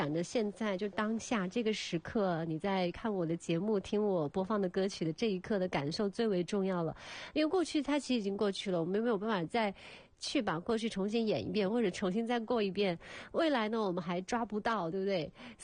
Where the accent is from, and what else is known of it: Quzhou, Zhejiang, China